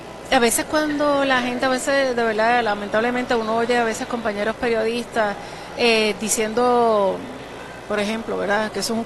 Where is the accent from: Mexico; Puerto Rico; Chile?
Puerto Rico; Lares; yo soy natural de Lares